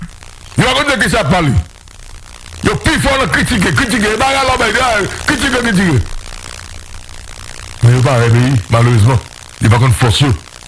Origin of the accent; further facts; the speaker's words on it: Haiti; je dis en tant qu'haïtien